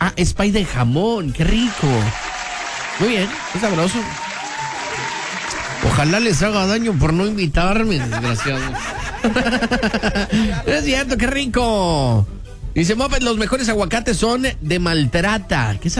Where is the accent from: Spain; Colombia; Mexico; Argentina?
Mexico; Y quien más produce aguacate somos los mexicanos.